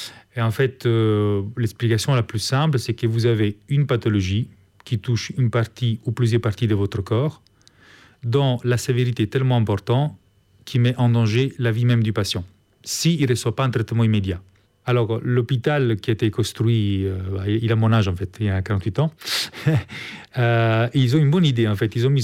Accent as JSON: {"language": "French", "country": "Italy", "accent": "Italian", "second_language": "French", "moved": "as an adult", "lives_now": "Brussels, Belgium", "said": "Et de mon accent, vous avez compris, je ne suis pas belge, je suis en fait italien et je suis en Belgique depuis 2001, donc ça fait 23 ans, 22 ans en fait à Erasmus."}